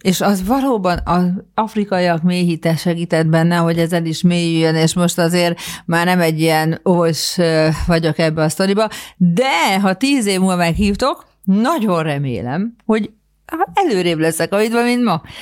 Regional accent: Budapest, Hungary; also born or lived in Africa; én a Népköztársaság útján most András út nőttem föl, 5 percre a bazilikától

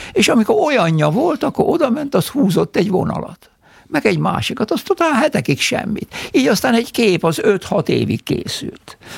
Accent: Komárom, Komárom-Esztergom, Hungary; born there; én pedig Szőnybe születtem, tehát a másik szélén, ottan a Dunánál.

